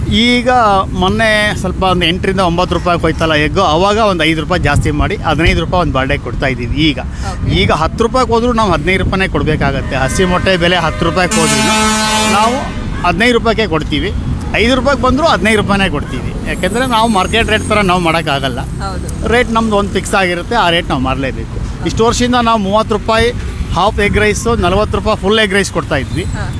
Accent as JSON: {"language": "Kannada", "town": "Sagara", "region": "Karnataka", "country": "India", "tie": "born or raised there", "moved": "yes", "lives_now": "Shivamogga, India", "said": "ನಾವು ಮೂಲತಃ ಸಾಗರ, ಸಾಗರದಿಂದ ಮುಂದೆ ಹಳ್ಳಿ ಹುಣಸೂರು ಅಂತೇಳಿ ನಮ್ಮೂರು. ನಾವು ಶಿವಮೊಗ್ಗ ಬಂದು 87 ಶಿವಮೊಗ್ಗ ರೀಚ್ ಆಗಿದ್ದು. ನಾವು 95 ಇಲ್ಲಿ ಅಂಗಡಿ ಓಪನ್ ಮಾಡಿದ್ದು"}